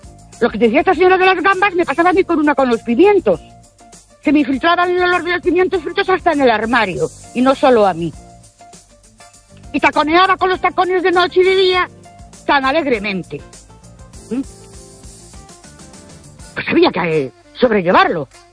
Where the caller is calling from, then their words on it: Ourense, Galicia, Spain; de Ourense.